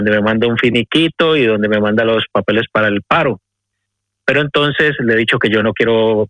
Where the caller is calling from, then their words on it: Madrid, Community of Madrid, Spain; desde Aluche.